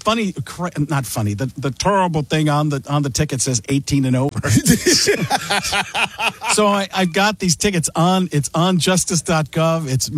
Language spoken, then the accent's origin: English; Milwaukee, Wisconsin, United States; I grew up in Milwaukee